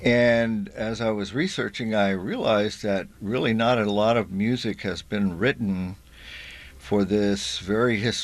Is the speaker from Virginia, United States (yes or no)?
yes; Norfolk, Virginia, United States; My roots, I grew up in Norfolk and went to Old Dominion in 1976 for the bicentennial.